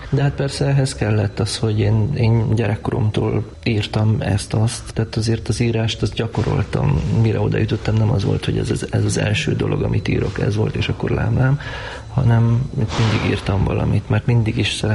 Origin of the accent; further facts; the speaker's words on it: Arad, Arad County, Romania; moved away as an adult; also born or lived in Târgu Mureș, Romania; amíg ott éltem, az alatt a 18 év alatt, én végig elvágyódtam onnan.